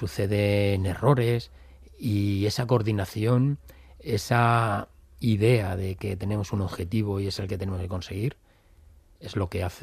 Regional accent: Valencian Community, Spain; toda la Alicante y la comunidad valenciana, tenemos una forma característica de trabajar, que es somos del Mediterráneo.

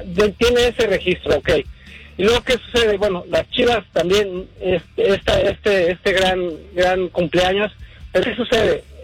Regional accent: Mexico City, Mexico; yo, de chavito, por la cuestión, yo soy de la Ciudad de México, por vivir en el centro y todo

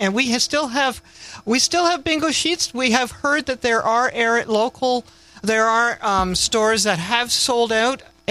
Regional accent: Minden, Ontario, Canada; I come from Minden

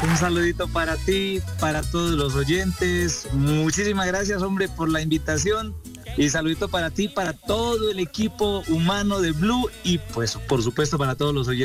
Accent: San Pablo de Borbur, Boyacá, Colombia; now in Bogotá, Colombia; yo soy lo contrario a todo el boyacense, al boyacense. Es de tierra caliente, más o menos San Pablo de Borbur está a 28 grados.

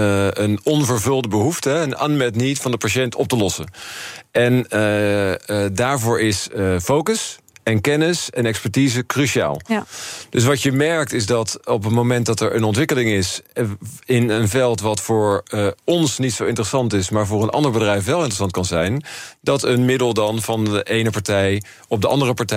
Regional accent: Netherlands; En dat maakt me natuurlijk als Nederlander ook een beetje trots.

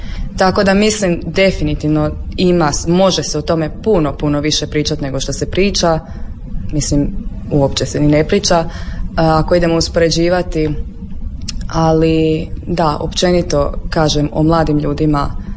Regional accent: Croatia; kod nas u Hrvatskoj

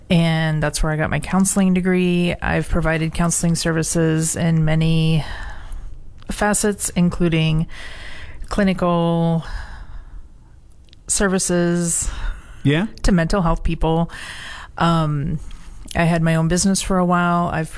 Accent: Columbus, Nebraska, United States; My background is that I grew up in Columbus, Nebraska.

